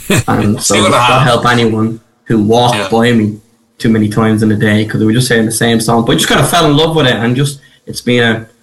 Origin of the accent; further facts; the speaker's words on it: Dublin, Leinster, Ireland; also born or lived in Finglas; I was born and raised in a place in North Dublin called Cabra. And most of my family are from Finglas, so I spent a lot of my upbringings around there. So, yeah, that's kind of my old stomping ground.